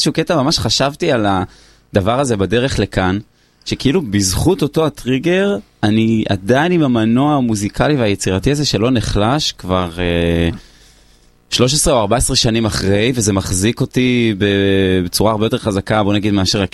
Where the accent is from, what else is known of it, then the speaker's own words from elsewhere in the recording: Bar Giora, Jerusalem District, Israel; במושב בר גיורה, זה ליד ירושלים.